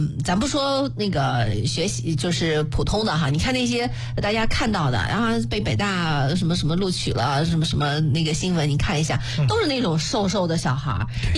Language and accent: Chinese; China; 我觉得还是要保持我们中国人的这种素养。